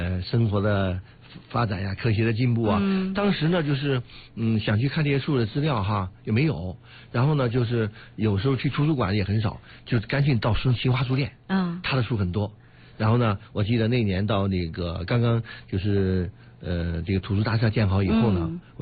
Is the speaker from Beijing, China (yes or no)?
yes; Beijing, China; 咱们北京